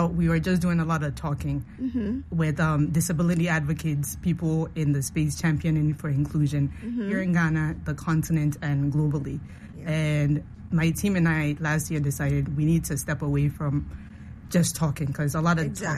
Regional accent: New York, United States; I know Samuel Boache from growing up in New York

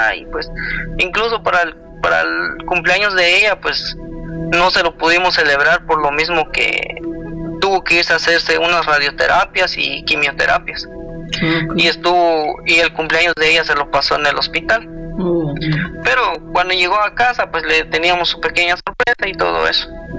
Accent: Guatemala; now in United States; yo soy de Guatemala

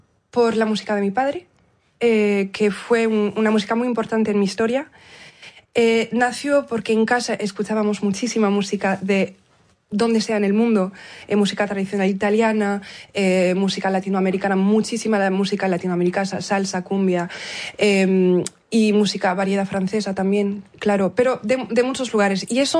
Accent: Galicia, Spain; Y creo que es algo, no solo del hecho de que sea gallega, sino que sea la hija de mi padre

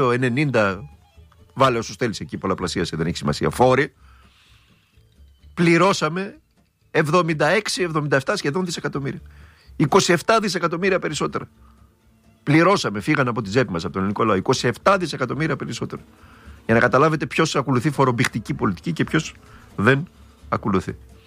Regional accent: Thessaloniki, Central Macedonia, Greece; Εγώ, όπως καταλαβαίνεις, είμαι από τη Σαλούγκα, είμαι Σαλονικιός. Ανήκω σε εκείνη τη γενιά των Σαλονικιών

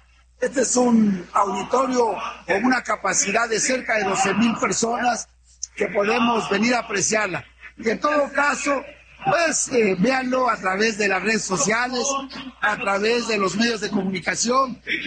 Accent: Betaza, Oaxaca, Mexico; yo recuerdo cuando tenía 14 años, me vine con mi delegación de Betaza

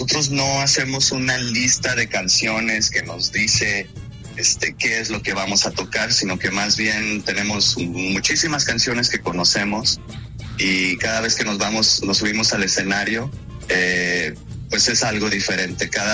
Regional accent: Mexico; now in Canada; soy el único mexicano en la banda

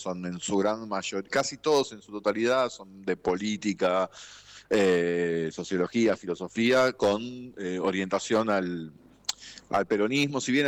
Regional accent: Argentina; el momento que estamos viviendo como argentinos.

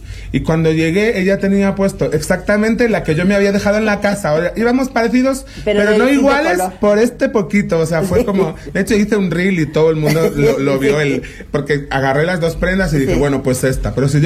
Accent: Spain; now in Mexico; muchísimo más que en mi país, muchísimo más que en cualquier otro. Y sí me siento ya muy de aquí. Hay muchas palabras que ya, pues, de forma natural me salen como de aquí, que en España no tienen sentido

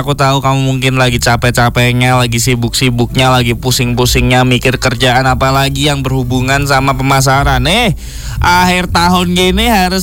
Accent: Semarang, Central Java, Indonesia; jangan-jangan matahari itu lagi sensi banget sama kita nih ya sebagai warga Semarang.

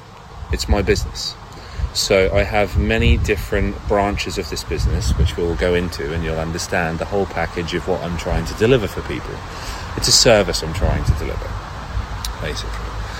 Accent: Great Yarmouth, East of England, United Kingdom; It's Great Yarmouth, and I was born and raised in Great Yarmouth.

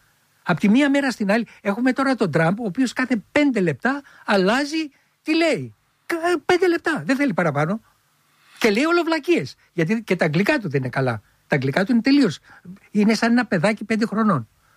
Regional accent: Filothei, Attica, Greece; born or raised there

